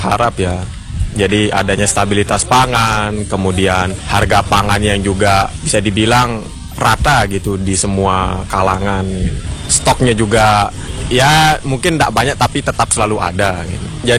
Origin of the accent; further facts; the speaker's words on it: West Lombok, West Nusa Tenggara, Indonesia; saya dari Lombok Barat.